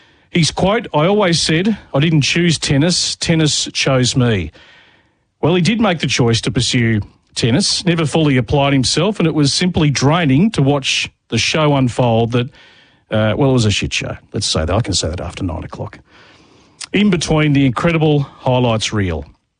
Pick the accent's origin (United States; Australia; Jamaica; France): Australia; one can only lament what we have been dished up as Australian tennis fans.